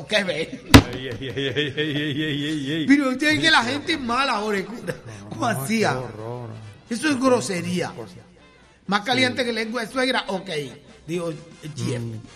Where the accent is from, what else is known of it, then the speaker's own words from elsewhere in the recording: Soledad, Atlántico, Colombia; born there; Yo nací en El Porvenir.